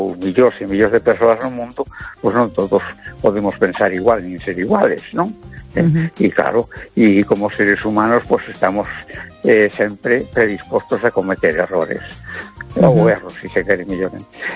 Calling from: A Coruña, Galicia, Spain; de Coruña.

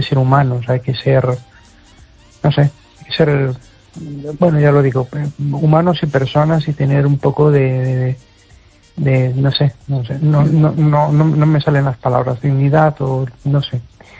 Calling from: Amoeiro, Galicia, Spain; de Amoeiro.

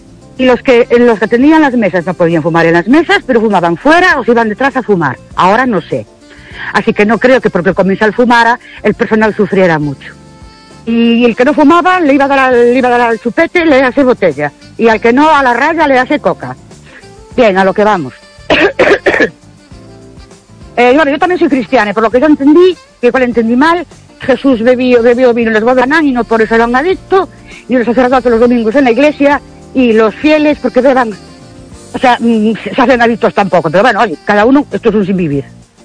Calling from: Ourense, Galicia, Spain; Hola, buenas noches … de Orense otra vez.

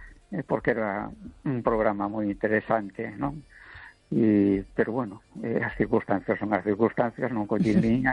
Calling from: A Coruña, Galicia, Spain; da Coruña.

